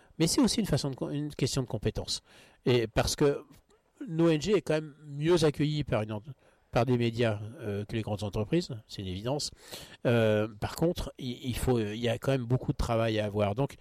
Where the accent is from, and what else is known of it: Brittany, France